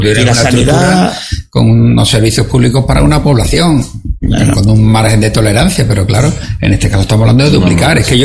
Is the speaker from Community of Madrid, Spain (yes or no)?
no; Ceuta, Spain; Yo soy de Ceuta.